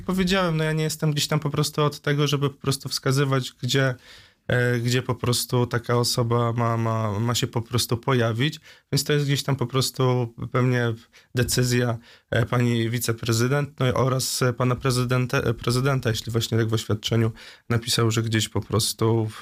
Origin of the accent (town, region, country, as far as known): Wrocław, Lower Silesian Voivodeship, Poland; born there